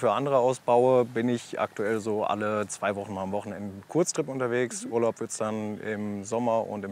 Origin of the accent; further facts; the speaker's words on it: Gedern, Hesse, Germany; moved away as an adult; Ich bin hier groß geworden, meine Familie lebt noch hier